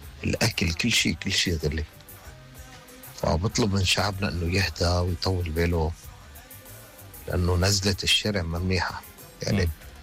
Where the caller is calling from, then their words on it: Germany; انا عم بحكيك من المانيا